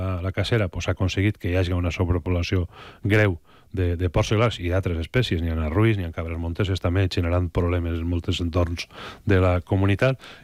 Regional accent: Valencian Community, Spain; A mi, com a valencià i com a responsable públic d'aquest tema, més encara, m'enfada molt quan veig gent de fora

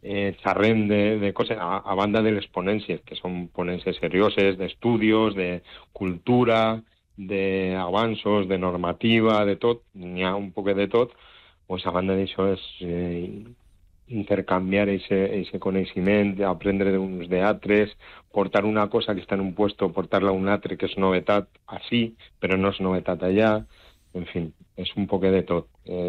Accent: Torrent, Valencian Community, Spain; jo soc de València, soc de Torrent

